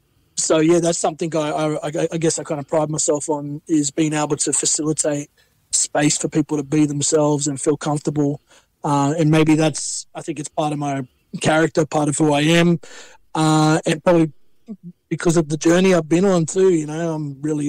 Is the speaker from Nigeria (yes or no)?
no; Penrith, New South Wales, Australia; Grew up in Western Sydney, born and raised in Penrith. Got a bit of a mixed background.